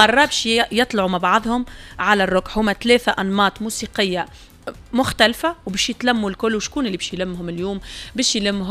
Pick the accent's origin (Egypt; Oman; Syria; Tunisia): Tunisia